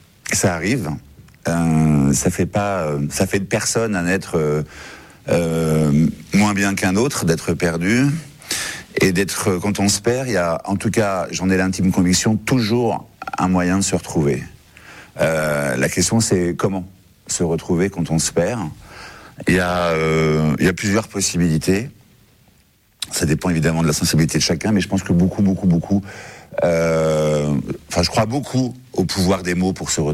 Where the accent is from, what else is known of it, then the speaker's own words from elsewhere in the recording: France; bonjour, je suis un Français.